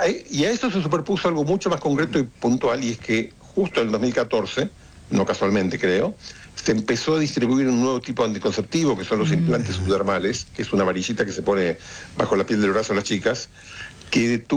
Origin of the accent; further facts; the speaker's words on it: Argentina; en Argentina estamos del lado del principio